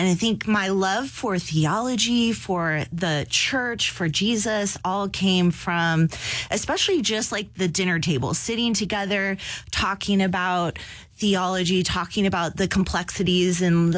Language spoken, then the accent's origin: English; Pasadena, California, United States; I am from the Pasadena area.